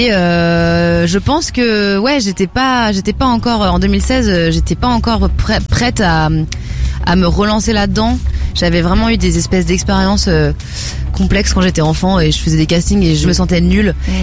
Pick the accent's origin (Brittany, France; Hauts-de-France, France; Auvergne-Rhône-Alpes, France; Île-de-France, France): Auvergne-Rhône-Alpes, France; Lyon; que moi je viens de Lyon.